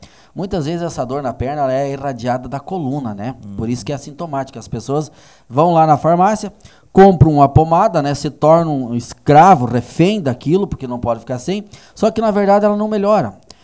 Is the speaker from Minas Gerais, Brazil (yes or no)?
no; Porto Alegre, Rio Grande do Sul, Brazil; É, mas eu sou gaúcho, viu, Silvio?